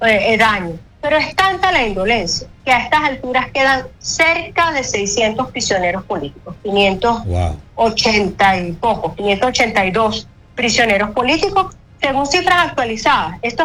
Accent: Venezuela; aquí en Venezuela tampoco es que ha cesado la persecución, pero como venezolana tengo la obligación de decirlo.

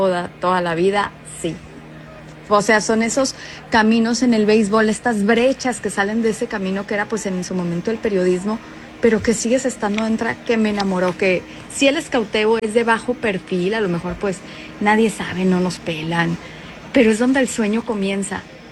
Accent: Mexico

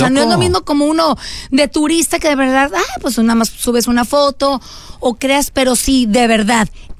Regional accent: Mexico; now in Los Angeles, United States; con mucho orgullo vamos a estar ahí como mexicanos

